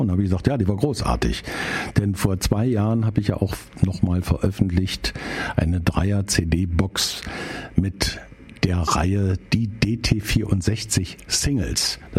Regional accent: Berlin, Germany; ich komme aus der Hauptstadt der DDR.

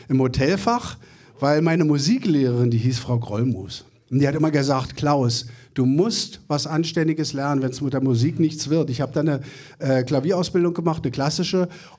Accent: Berlin, Germany; Urberliner. Hört man, ne? Ich bin Berliner, also ganz, ganz echt. Ich bin jetzt an den Stadtrand gezogen. Mir wurde das hier zu viel in Berlin.

